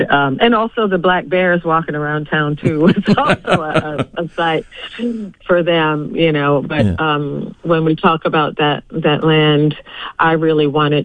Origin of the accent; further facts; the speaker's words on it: Harlan, Kentucky, United States; now in New York City, United States; being raised in Kentucky myself and with my whole family from there since the beginning of time.